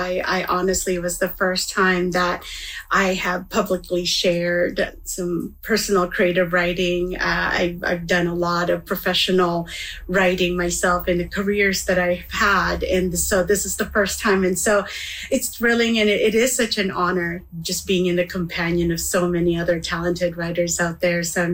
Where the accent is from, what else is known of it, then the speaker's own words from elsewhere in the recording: Manitoba, Canada; And so growing up in Manitoba, those landscapes became ver